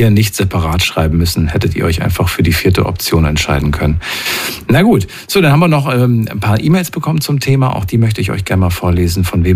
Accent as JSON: {"language": "German", "region": "North Rhine-Westphalia", "country": "Germany", "said": "Ich komme aber auch aus NRW."}